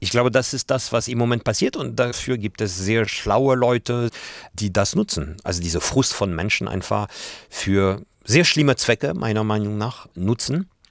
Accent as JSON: {"language": "German", "country": "France", "second_language": "German", "moved": "as an adult", "lives_now": "Hamburg, Germany", "said": "Brauchte ich auch nicht als Franzose."}